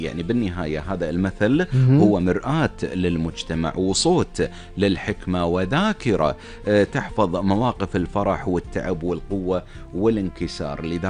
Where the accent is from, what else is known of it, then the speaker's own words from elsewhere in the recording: Kuwait; accent: Kuwaiti; عندنا بلهجتنا الكويتية والخليجية وموروثنا التراثي الشعبي